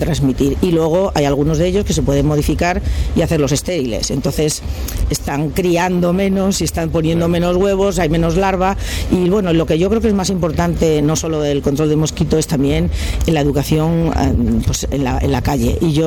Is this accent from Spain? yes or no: yes; Spain; moved away as an adult; now in New York, United States; nosotros somos laboratorios españoles en Estados Unidos.